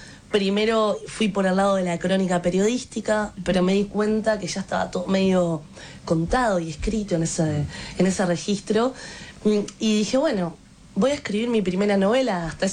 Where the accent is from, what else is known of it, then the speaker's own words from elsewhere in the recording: Uruguay; Yo soy uruguaya